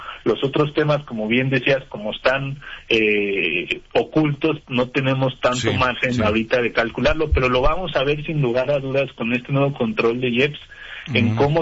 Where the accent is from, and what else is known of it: Mexico